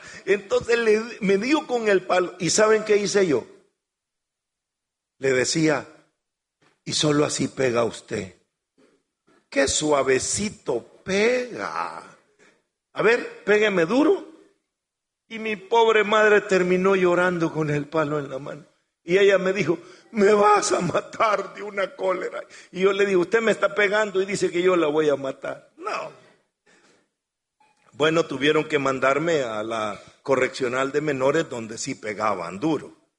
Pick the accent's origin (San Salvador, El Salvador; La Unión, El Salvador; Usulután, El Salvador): La Unión, El Salvador; Santa Rosa de Lima; born there; Mi papá era un político, fue alcalde de Santa Rosa de Lima, el pueblo donde yo nací, dos periodos.